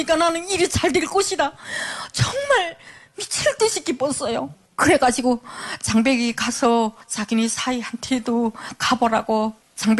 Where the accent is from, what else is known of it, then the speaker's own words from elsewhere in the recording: North Korea; moved away as an adult; 너 북한에서 왔냐 그러더라고요. 조선족인 거예요. 그래 그렇다고